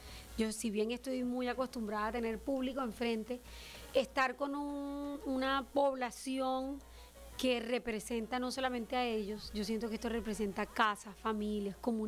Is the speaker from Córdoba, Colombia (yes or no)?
yes; Córdoba, Colombia; estar aquí en mi tierra, en la Universidad de Córdoba.